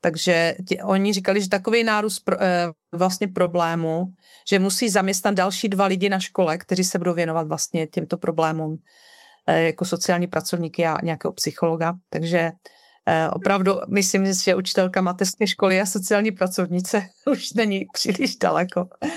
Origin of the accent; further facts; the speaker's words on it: North Moravia, Czechia; accent: North Moravian; posluchači poznají, že jsme ze Severní Moravy, prostě máme krátké zubaky, s tím se nedá nic dělat, i když se snažíme.